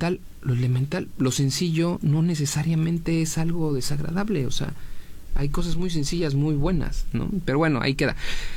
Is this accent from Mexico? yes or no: yes; Mexico; Entonces los mexicanos tenemos un conflicto con ese tema de la aceptación.